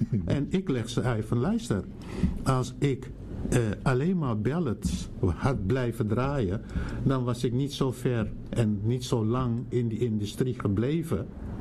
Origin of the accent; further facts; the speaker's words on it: Amsterdam, North Holland, Netherlands; ik ben in Amsterdam opgegroeid. Ik woon hier sinds 1971.